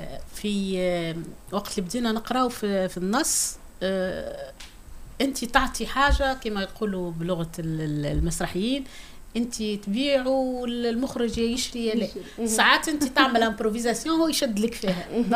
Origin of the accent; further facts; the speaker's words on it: southern Tunisia, Tunisia; أنا أصلي من الجنوب